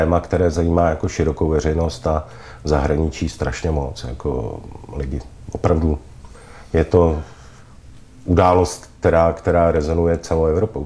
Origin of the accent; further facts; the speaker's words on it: Prague, Czechia; Celý život na Praze 8 žiju. Narodil jsem se z Bůlovky, mě odvezli do paneláku na Praze 8.